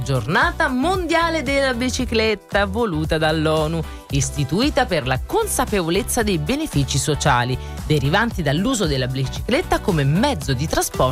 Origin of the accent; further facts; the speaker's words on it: Rome, Lazio, Italy; sono romana, però ogni tanto può uscire questa cosa.